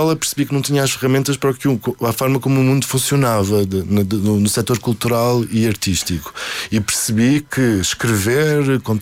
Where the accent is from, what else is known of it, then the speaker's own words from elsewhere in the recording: Azores, Portugal; pelo facto de eu ser açoriano, não, porque sempre tive este. Eu parece que sou do Porto